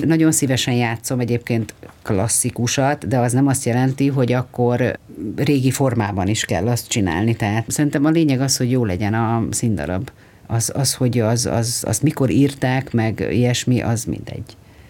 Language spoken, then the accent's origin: Hungarian; Hajdúhadház, Hajdú-Bihar, Hungary; ugye én a Hajdúatházon nőttem föl, és a Debreceni Színházban volt bérletünk